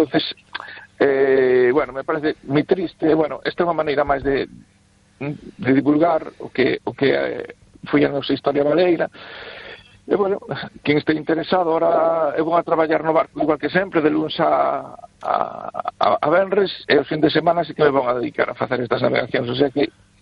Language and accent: Galician; Cee, Galicia, Spain; now in A Coruña, Spain; con que levo 23 anos pescando aquí na Coruña, teño outro no meu pobo, que é Cé.